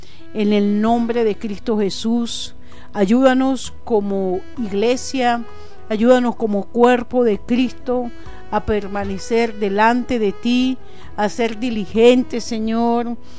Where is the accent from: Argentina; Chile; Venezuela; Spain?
Venezuela